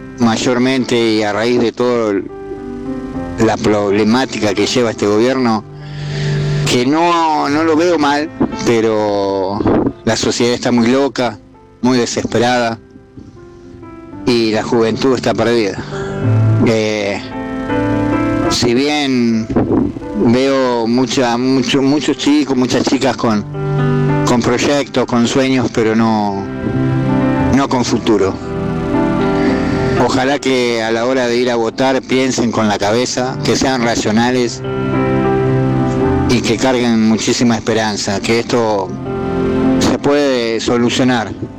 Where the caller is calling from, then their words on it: Argentina; creo en mi país, creo en Argentina, porque me creo un argentino más